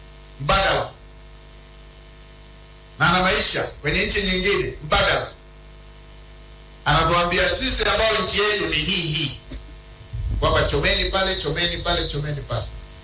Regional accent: Tanzania; kama Mtanzania

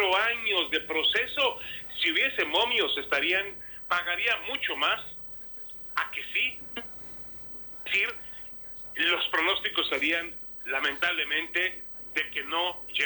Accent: Mexico; Pero yo creo que a Márquez vamos, como somos los mexicanos, vamos a empezar a medirlo

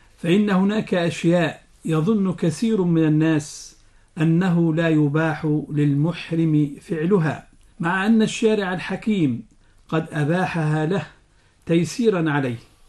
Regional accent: Egypt; وهو ما يعرف عندنا في مصر بالكمر

